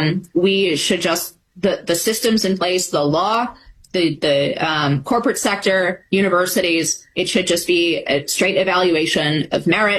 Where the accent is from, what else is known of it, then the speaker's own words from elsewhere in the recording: California, United States; I grew up in California, so I'm a product of the UC system myself.